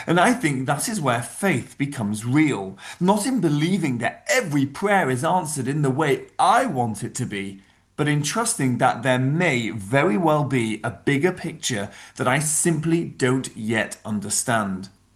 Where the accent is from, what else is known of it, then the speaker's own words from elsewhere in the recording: England, United Kingdom; I am English speaking. I am a proud English rabbi of a large English synagogue here in England.